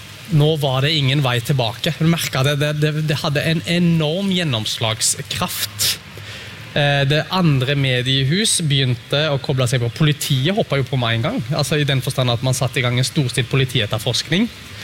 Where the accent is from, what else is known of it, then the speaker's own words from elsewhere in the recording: Sauda, Rogaland, Norway; jeg er jo fra Sauda. Liten plass.